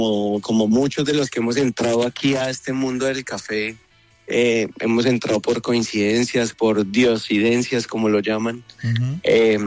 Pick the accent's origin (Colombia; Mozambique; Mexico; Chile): Colombia